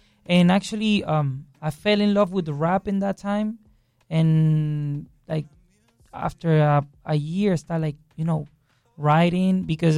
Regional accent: Valencia, Carabobo, Venezuela; English is a second language; now in Orlando, United States; I'm artist from Venezuela. Actually, I'm living in Orlando

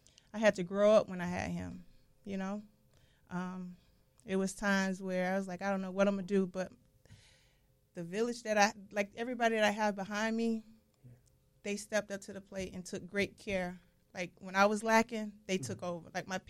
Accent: Apopka, Florida, United States; Apopka, Florida.

